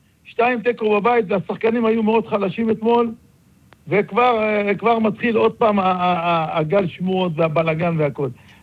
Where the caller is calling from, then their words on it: Netanya, Central District, Israel; אצלנו בנתניה